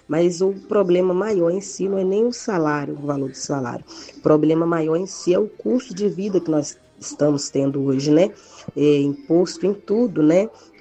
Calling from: Brazil; Aqui é a … do bairro Planalto.

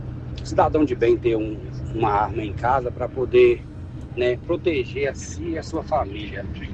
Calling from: Pouso Alegre, Minas Gerais, Brazil; Sou do Mar Gomes, aqui do bairro JK3.

